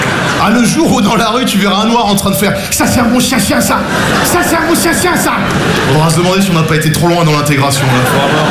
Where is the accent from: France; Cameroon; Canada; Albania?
France; Nogent-sur-Marne, Île-de-France; J'ai grandi à Nogent-sur-Marne, je suis passionné à côté. Petite banlieue très bourgeoise, genre la Marne, les guinguettes, la fête du petit vin blanc